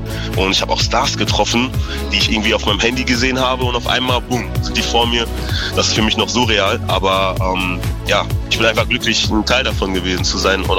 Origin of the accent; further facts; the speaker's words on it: Münster, North Rhine-Westphalia, Germany; also born or lived in Ukraine; Ich wurde in der Ukraine geboren und bin Münsteraner since day one.